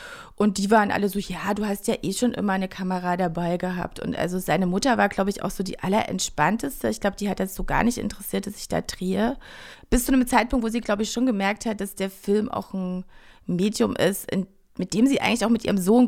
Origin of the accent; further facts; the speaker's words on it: Germany; also weil wir sind halt eine binationale Ehe, also ne, mein Mann kommt eben aus Korea, ich komme aus Deutschland